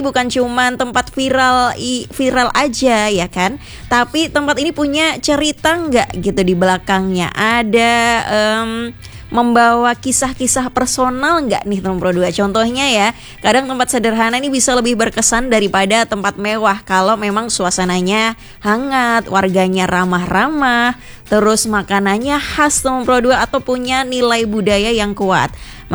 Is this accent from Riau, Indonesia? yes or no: no; Jember, East Java, Indonesia; aku, warga Jember, warga Tapal Kuda, tapi belum kemana-mana